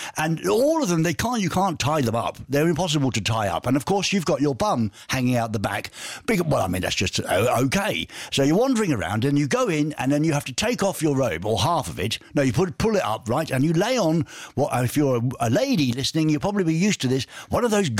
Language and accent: English; England, United Kingdom; You know, I'm an Englishman.